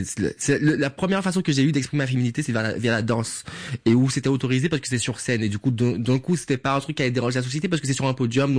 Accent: Macouba, Martinique, France; J'ai grandi au Makouba, au Makouba. Le Makouba, je sais que beaucoup de Martiniquais grincent des dents quand je dis le Makouba

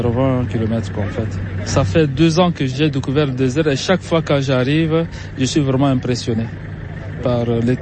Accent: Tandjilé, Chad; Je suis de la Tandjilé au centre du Tchad, une région de savane.

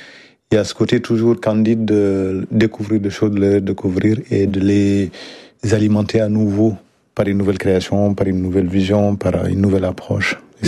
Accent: Mauritania; moved away as an adult; now in France; Alors, j'ai grandi en Mauritanie, au bord du fleuve Sénégal, dans un tout petit village qui s'appelle Wotchi.

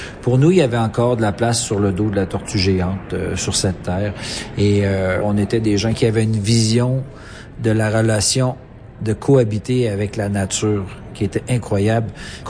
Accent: Wendake, Quebec, Canada; je suis un Huron Wandat, je viens du clan de l'Ours. Et je suis natif de la nation.

